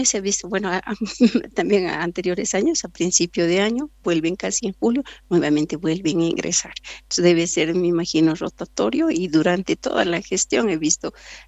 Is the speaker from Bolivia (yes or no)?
yes; Bolivia; para todos los bolivianos que somos de Bolivia.